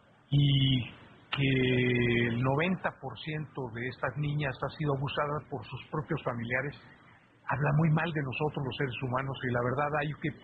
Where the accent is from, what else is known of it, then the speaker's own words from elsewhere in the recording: Mexico; lo terribles que somos los mexicanos con los migrantes que cruzan nuestro país.